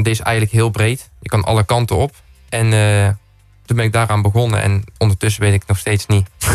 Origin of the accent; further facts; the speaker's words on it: Oss, North Brabant, Netherlands; Ik ben 20 jaar oud. Ik kom uit Os